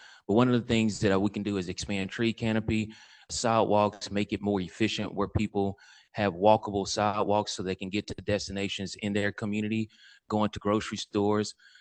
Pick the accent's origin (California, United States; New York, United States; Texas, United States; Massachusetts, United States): Texas, United States; Austin; I'm born and raised in East Austin.